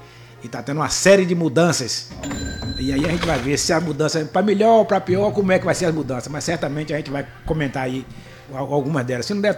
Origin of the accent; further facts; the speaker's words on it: Bahia, Brazil; nós somos baianos